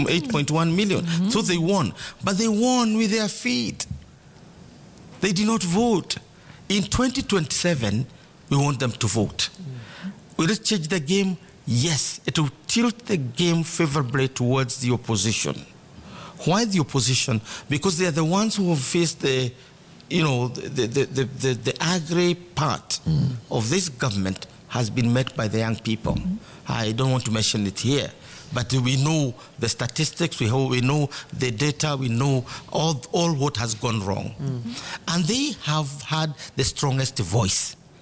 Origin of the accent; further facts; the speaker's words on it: Murang'a County, Kenya; those of us who come from Muranga.